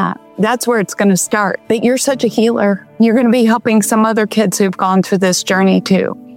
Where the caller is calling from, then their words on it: Florida, United States; Broward, Florida.